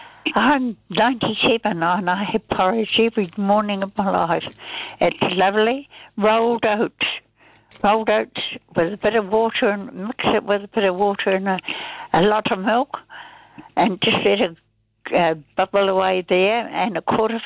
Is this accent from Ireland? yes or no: no; Palmerston North, Manawatū-Whanganui, New Zealand; I was brought up in Palmerston North, actually.